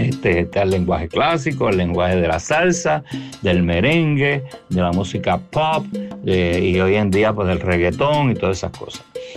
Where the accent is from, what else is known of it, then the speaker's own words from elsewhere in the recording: Puerto Rico; mi carrera profesional nace aquí en Puerto Rico, ya que soy nacido y criado aquí en Puerto Rico